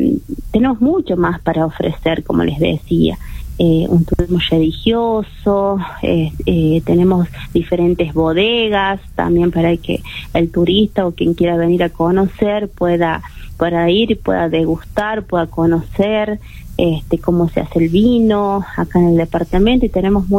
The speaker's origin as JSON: {"language": "Spanish", "region": "La Rioja", "country": "Argentina"}